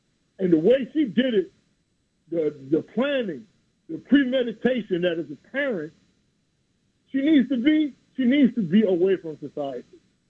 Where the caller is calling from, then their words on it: Queens, New York, United States; from Jamaica, Queens.